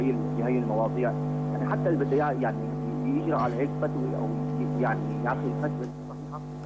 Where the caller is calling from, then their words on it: Aleppo, Aleppo Governorate, Syria; انا بحكي معك من حلب